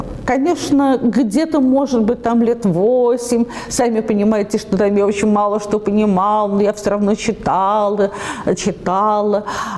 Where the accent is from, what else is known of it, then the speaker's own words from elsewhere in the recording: Western Belarus, Belarus; я из Западной Белоруссии, хотя, конечно, я родилась при советской власти